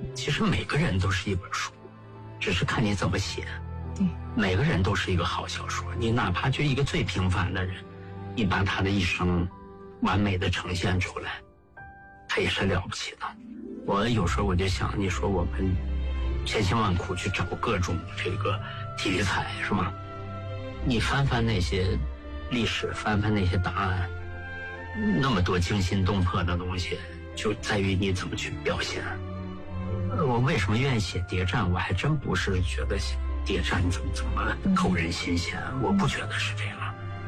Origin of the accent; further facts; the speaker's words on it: Heilongjiang, China; 为我本身是黑龙江人嘛，小时候闻目睹，我对那块土地特别熟悉嘛。